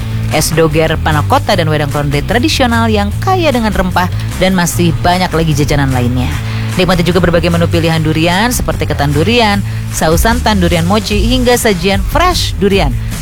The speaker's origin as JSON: {"language": "Indonesian", "region": "West Java", "country": "Indonesia", "said": "Orang Sunda tapi orang dari rumahnya tidak terlalu Sunda gitu."}